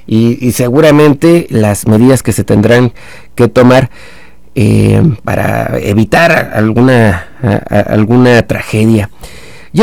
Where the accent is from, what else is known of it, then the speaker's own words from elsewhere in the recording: Mexico; Siempre como mexicanos tenemos la expectativa de que nuestro equipo va a ganar